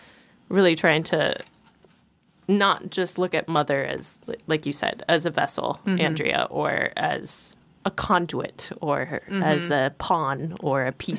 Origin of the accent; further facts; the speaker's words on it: Palmer, Alaska, United States; I was born and raised in Palmer.